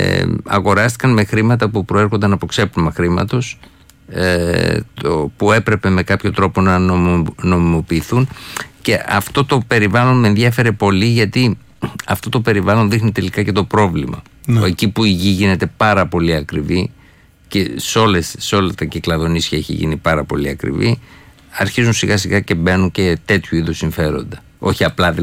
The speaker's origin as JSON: {"language": "Greek", "area": "Paros", "region": "South Aegean", "country": "Greece", "tie": "born or raised there", "said": "η Πάρος είναι ιδιαίτερη μου πατρίδα"}